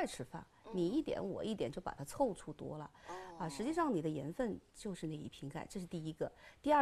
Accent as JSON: {"language": "Chinese", "region": "Hunan", "country": "China", "said": "这个都是我们湖南人的喜爱，"}